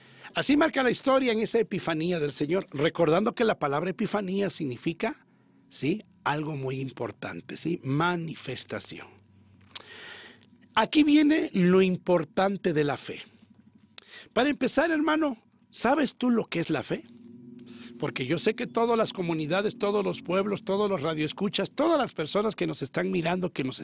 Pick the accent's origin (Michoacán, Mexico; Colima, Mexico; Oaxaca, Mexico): Oaxaca, Mexico; moved away; Allá en mi ciudad, Oaxaca